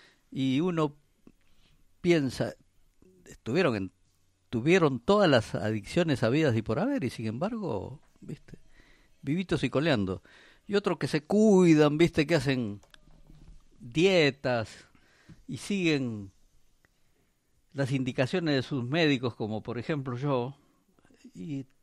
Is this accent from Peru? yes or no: yes; Peru; Nosotros somos peruanos, nos gusta la comida fuerte, bien picante, condimentada, sí.